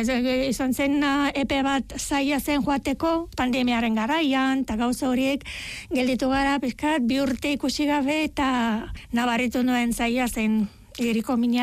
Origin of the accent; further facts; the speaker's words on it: Stara Zagora, Stara Zagora Province, Bulgaria; Basque is a second language; moved away as an adult; Bai, Bulgariakoa naiz, nire iria justu Bulgarian erdian kokatuta dago, Staraz Zagora deitzen da, da bosgarren handiena, eta han bizi nintzen hogeita hamabost urte, ona etorri baino lehen